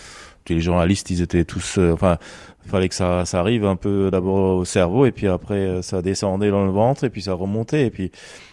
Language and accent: French; Germany; comme on habite pas loin de Berlin, en tant que bon allemand